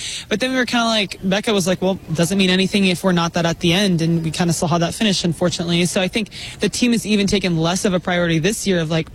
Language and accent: English; Texas, United States; I'm from Texas. I know what that looks like.